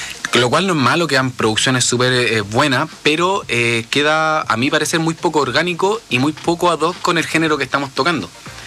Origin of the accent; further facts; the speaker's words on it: Conchalí, Santiago Metropolitan Region, Chile; Yo vengo de Conchalí, de una comuna, no digamos ultra pobre, pero tampoco digamos ultra rica tampoco